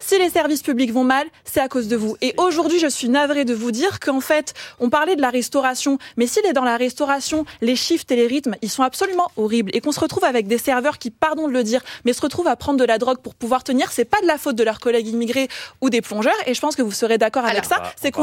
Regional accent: France; born there; Moi, je suis enfant d'immigrés. Ma maman est aide-soignante, mon père est chef de chantier, mais je suis née en France et je ne suis pas immigrée.

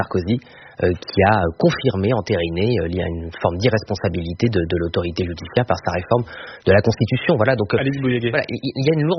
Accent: Boulogne-sur-Mer, Hauts-de-France, France; born there; Moi, je suis né à Boulogne-sur-Mer, donc ma famille, comme beaucoup de familles des Hauts-de-France, a été marquée symboliquement par le scandale Outreau.

